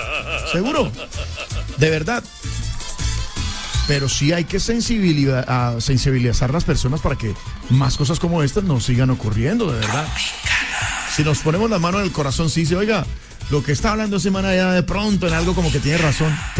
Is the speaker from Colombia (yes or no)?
yes; Colombia; aquí todos somos colombianos, aquí todos somos igualitos, toditos.